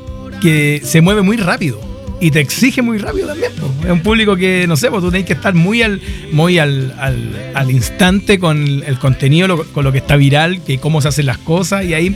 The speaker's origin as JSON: {"language": "Spanish", "town": "Zapallar", "region": "Valparaíso", "country": "Chile", "tie": "born there", "also_born_or_lived": "Santiago / Puchuncaví", "moved": "yes", "lives_now": "Catapilco, Chile", "said": "Un enero del 89 en Zapallar. Soy zapallarino y ahí anduve dando vuelta por varios lados, Santiago, después Puchuncaví, ahora estoy dentro de Laguna, pero en Catabilco."}